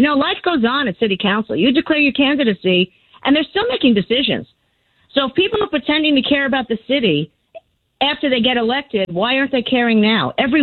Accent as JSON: {"language": "English", "region": "New York", "country": "United States", "said": "and I'm from New York and I know what that's like"}